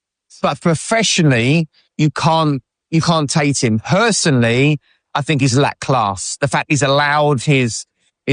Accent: the Wirral, North West England, United Kingdom; born there; I was born in the Wirral, of course.

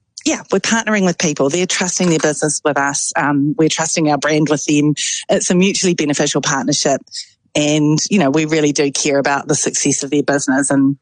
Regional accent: Tauranga, Bay of Plenty, New Zealand; born or raised there

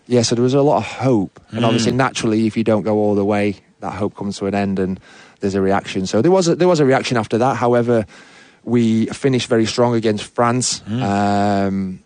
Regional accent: Sheffield, Yorkshire and the Humber, United Kingdom; No, I'm a Yorkshireman.

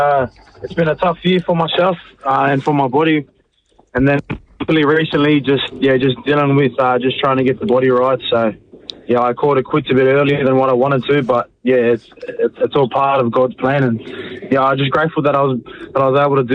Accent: Fiji; born there; So my father is Chilean. My mother's Fijian. I was born in Fiji, yeah.

